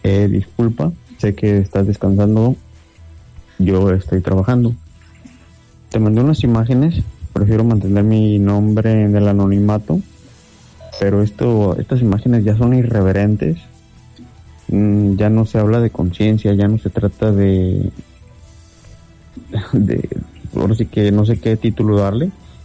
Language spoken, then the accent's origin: Spanish; Manzanillo, Colima, Mexico; aquí en Manzanillo? Si yo soy nativo de aquí